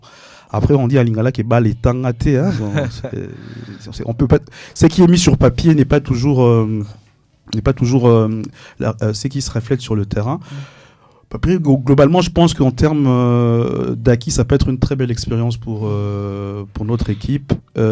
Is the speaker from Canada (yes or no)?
no; DR Congo; en tant que Congolais, ça crée quand même une fierté.